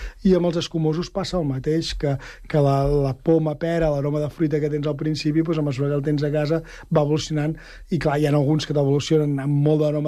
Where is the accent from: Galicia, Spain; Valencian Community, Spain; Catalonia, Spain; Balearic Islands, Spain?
Catalonia, Spain; com que som del Penedès, és una mica el que nosaltres podem transmetre molt bé al Penedès